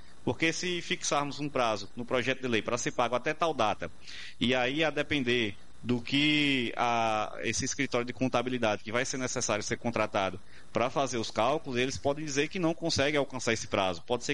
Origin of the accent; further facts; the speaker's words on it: Alagoinha, Pernambuco, Brazil; Eu sou de Alagoinha